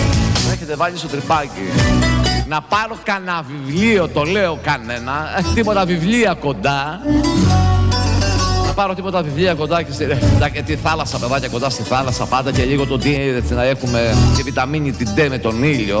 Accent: Kourouta, Western Greece, Greece; moved away; θα πάω διακοπές εκεί στα μέρη μου, την Κουρούτα.

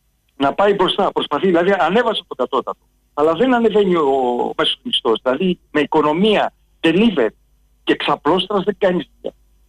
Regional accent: Zacharo, Western Greece, Greece; σταματάω, ας πούμε, στο χωριό μου, εκεί στη Ζαχάρο, Κακόβατο και τα λοιπά.

